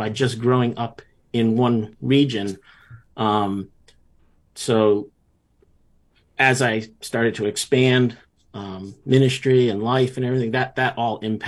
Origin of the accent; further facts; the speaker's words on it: North Branford, Connecticut, United States; Yeah, I grew up in North Branford, which is in New Haven County on the shoreline in Connecticut.